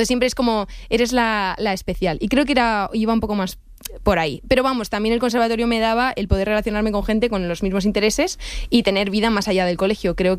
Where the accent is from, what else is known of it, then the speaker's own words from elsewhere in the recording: Madrid, Community of Madrid, Spain; Pero yo sí, soy madrileña.